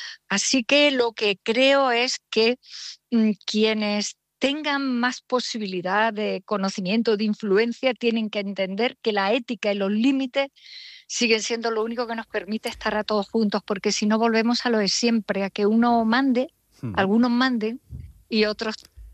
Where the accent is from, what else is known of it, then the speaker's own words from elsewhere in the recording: Andalusia, Spain; bueno, yo soy andaluza y naturalmente estamos en el día de después